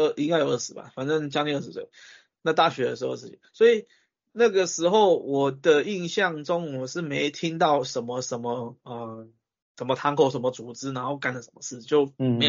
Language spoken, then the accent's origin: Chinese; Taiwan; 在我们台湾人认知上面